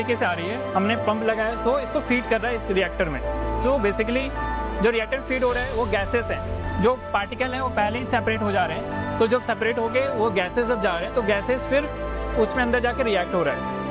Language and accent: Hindi; Lucknow, Uttar Pradesh, India; और मैं Lucknow UP capital से बिलोंग करता हूँ।